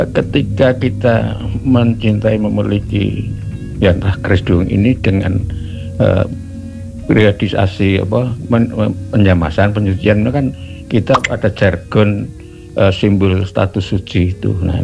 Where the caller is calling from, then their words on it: Gunung Kidul, Special Region of Yogyakarta, Indonesia; Sugeng dalu pendopo Romo KRT … saking Gunung Kidul